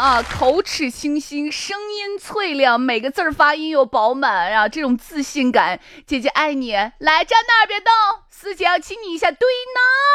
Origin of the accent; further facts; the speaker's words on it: Shaanxi, China; 我们陕西人